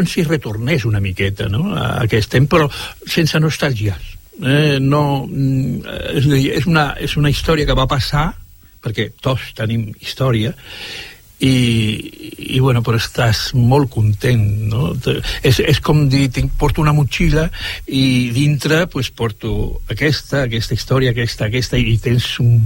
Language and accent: Catalan; Alcalá de Guadaíra, Andalusia, Spain; born there; vaig néixer a Alcalá de Guadaira, un poble, bueno, és una gran ciutat de Sevilla